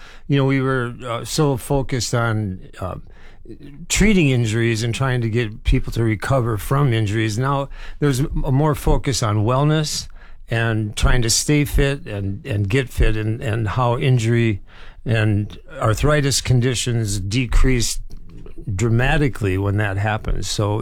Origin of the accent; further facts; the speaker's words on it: Decorah, Iowa, United States; born and raised in Decorah, Les. My family, most of us are still here.